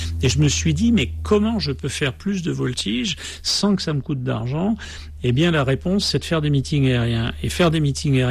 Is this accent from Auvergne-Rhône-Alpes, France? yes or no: no; Dijon, Bourgogne-Franche-Comté, France; also born or lived in Cambrai; je suis né à Cambrai, mais mon père était militaire, donc j'y suis resté très très peu. Et la destination suivante, c'était Dijon, à la fin des années 50.